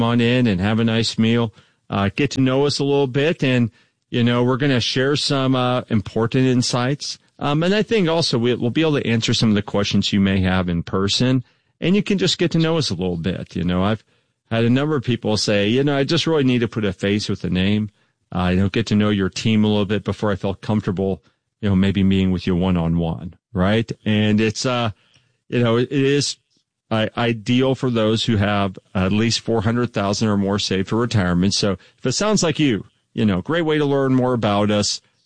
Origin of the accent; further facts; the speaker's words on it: Dallas, Texas, United States; now in Northwest, United States; I grew up in Dallas, Texas, and up here in the Northwest now, but a lot of people had pools.